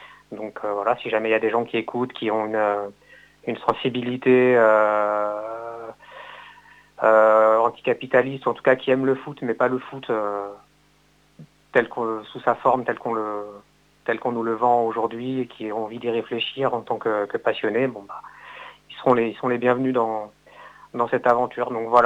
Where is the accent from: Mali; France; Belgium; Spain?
France; Rennes, Brittany; born or raised there